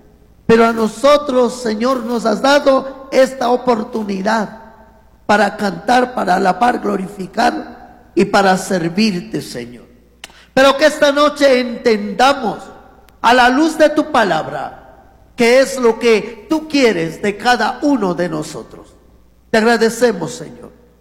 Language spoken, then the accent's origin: Spanish; Colta, Chimborazo, Ecuador; now in Cuenca, Ecuador; de La Suay, Cantón Cuenca, en donde Dios me ha permitido servir como pastor. Pero soy de la provincia del Chimborazo, Cantón Colta, Parroquia Santiago de Quito.